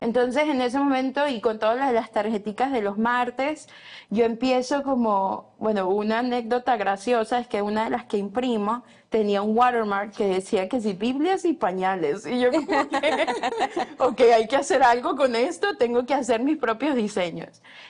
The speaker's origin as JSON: {"language": "Spanish", "country": "Venezuela", "lives_now": "United States"}